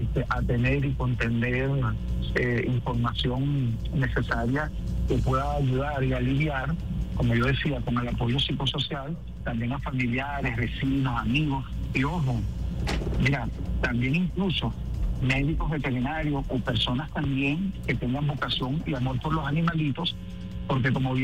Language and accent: Spanish; Venezuela; ese abrazo como una sola familia, como somos los venezolanos.